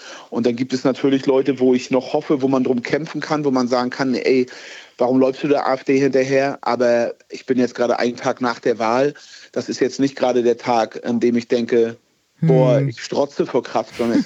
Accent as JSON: {"language": "German", "region": "East Germany", "country": "Germany", "said": "ich komme aus dem Bundesland, wo das erste Mal die CDU es nicht mehr in den Landtag geschafft hat."}